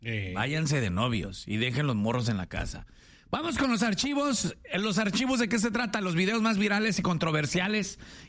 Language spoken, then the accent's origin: Spanish; Mexico; Le dije, thank you, your honor. I am American. Y ya salí de ahí y le dije, Soy mexicano a la vez.